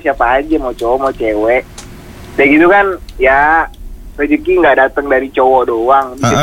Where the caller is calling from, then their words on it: Bekasi, West Java, Indonesia; Dari Bekasi, Bang.